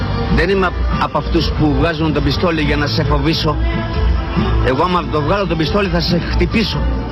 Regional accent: Kokkinia, Attica, Greece; Εγώ είμαι από την Κοκκινιά και έχω μεγαλώσει μέσα στα λεμονάδικα.

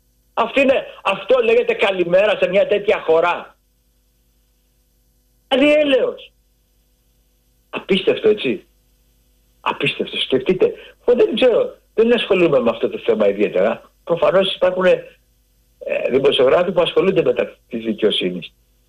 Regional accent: Greece; Εγώ είμαι ένας Έλληνας φορολογούμενος.

